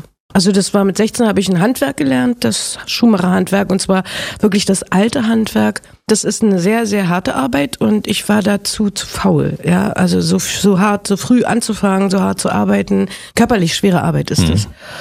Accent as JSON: {"language": "German", "region": "Berlin", "country": "Germany", "tie": "born or raised there", "said": "Berlin-Biesdorf."}